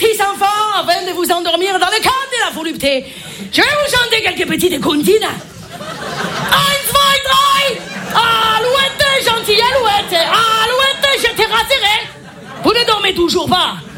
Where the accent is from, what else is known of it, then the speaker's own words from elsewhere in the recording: Marseille, Provence-Alpes-Côte d'Azur, France; accent: Marseille; Je m'y connais en accent, je suis marseillaise.